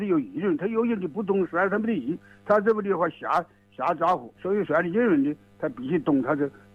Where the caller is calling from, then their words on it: Yunmeng, Hubei, China; 我是云梦的。